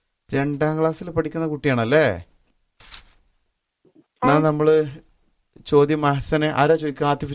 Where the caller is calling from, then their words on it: Edavanna, Kerala, India; പത്തപ്പെരിയം, മലപ്പുറം ജില്ലയിലെ എടവണ്ണ.